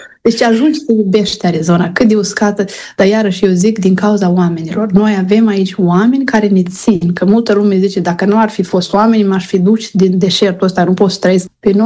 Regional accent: Lozova, Moldova; moved away as an adult; eu mă mândresc foarte mult că sunt lozoveancă și sunt din Moldova

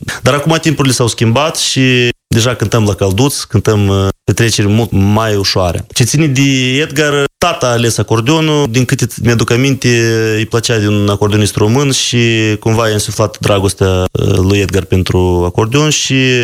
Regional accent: Bălți, Moldova; born there; Noi ne-am născut în Bălți, dar originile se trag din satul Grinăuți, raionul Rășcani, este la 10 km de orașul Bălți.

